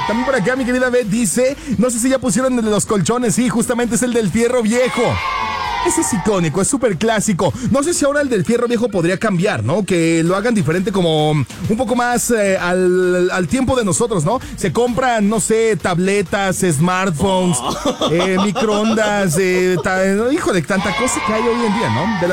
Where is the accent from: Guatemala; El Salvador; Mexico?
Mexico; qué identidad nos dan como mexicanos.